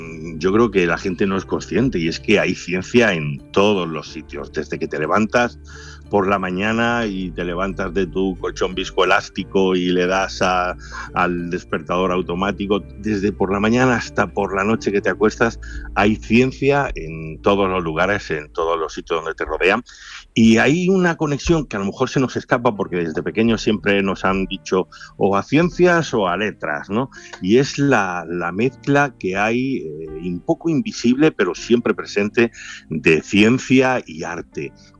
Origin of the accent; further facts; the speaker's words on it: Granada, Andalusia, Spain; muchos de nuestros colaboradores son de Andalucía, yo mismo soy de Granada.